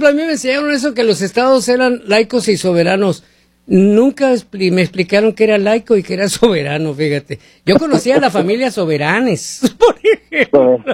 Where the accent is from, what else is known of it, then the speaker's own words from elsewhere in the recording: Mexico; now in United States; si yo voy en Navidad allá a mi tierra